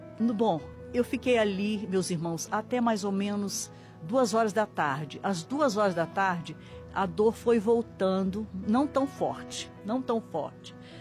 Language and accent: Portuguese; Espírito Santo, Brazil; now in São Paulo, Brazil; Eu sou natural do Espírito Santo e moro em São Paulo, no Jardim Paulista.